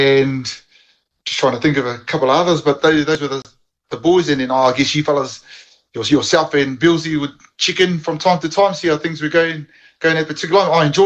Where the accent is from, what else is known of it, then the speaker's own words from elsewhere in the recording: Tauranga, Bay of Plenty, New Zealand; Yeah, I came from Tauranga in 97, and I'm not too sure.